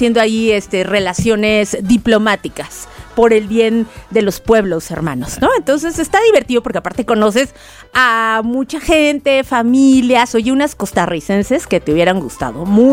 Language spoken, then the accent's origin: Spanish; Mexico; para que se note que somos mexicanos.